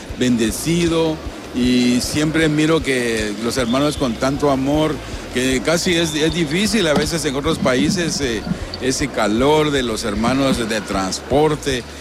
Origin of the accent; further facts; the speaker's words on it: Guatemala; vengo de Guatemala. Un país de la eterna primavera.